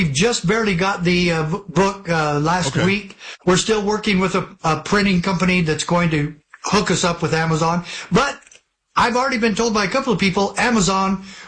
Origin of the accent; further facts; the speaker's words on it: Arizona, United States; when I grew up in Arizona playing sports